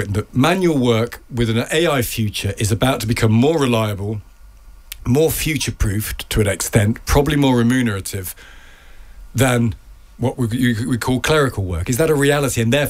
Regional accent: Midlands, United Kingdom; moved away; I grew up in the Midlands

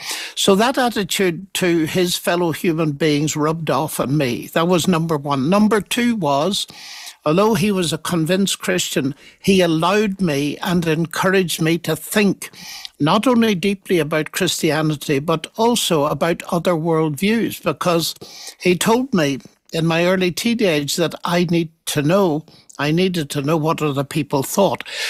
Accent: Ireland; It was partly due to my parental attitude growing up in Ireland, which at the time was beginning to be riven by sectarian trouble and so on.

